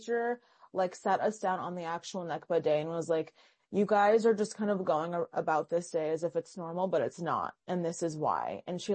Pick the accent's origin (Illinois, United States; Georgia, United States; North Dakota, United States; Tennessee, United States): Tennessee, United States; because I grew up in Tennessee, and I just started to realize that like my country wasn't really being talked about anywhere.